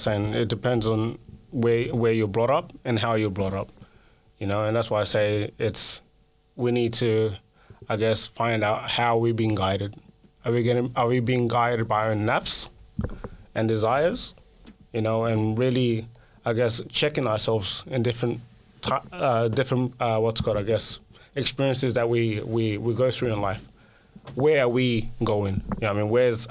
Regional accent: Guinea; now in Australia; So I'm from Guinea, West Africa.

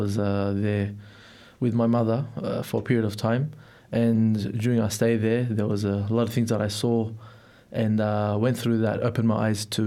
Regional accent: Melbourne, Victoria, Australia; I was born and raised in Melbourne. My ethnical background is Ethiopian. Where I grew up, so I grew up in southeast suburbs of Melbourne, and that's where I spent my schooling.

